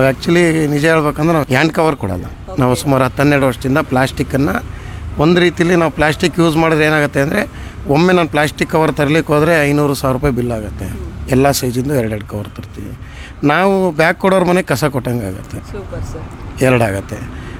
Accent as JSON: {"language": "Kannada", "town": "Shivamogga", "region": "Karnataka", "country": "India", "tie": "born or raised there", "said": "Shivamogga."}